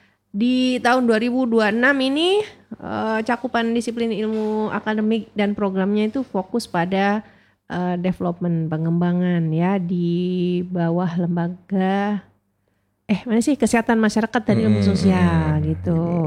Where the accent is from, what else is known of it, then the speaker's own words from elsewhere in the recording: Madura, East Java, Indonesia; kita orang Madura